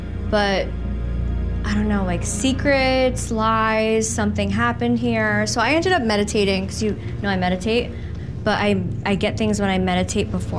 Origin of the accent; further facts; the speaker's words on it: New York, United States; I grew up in the Hudson Valley. So the Hudson Valley is known for aliens and UFOs.